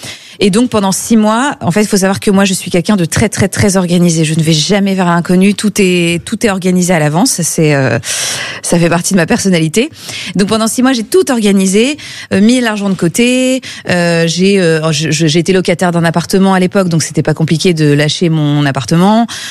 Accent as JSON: {"language": "French", "region": "Hauts-de-France", "country": "France", "moved": "as an adult", "said": "c'était pour me libérer du poids du nom de famille, de quitter le Nord, quitter la France et découvrir qui j'étais en tant que … pas uniquement en tant"}